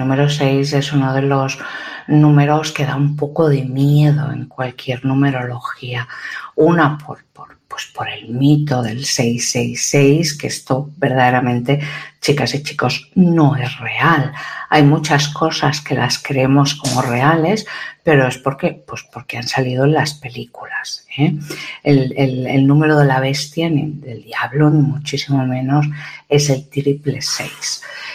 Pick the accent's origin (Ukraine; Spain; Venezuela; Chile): Ukraine; Por lo menos en mi país de Ucrania, pues básicamente no se dice nada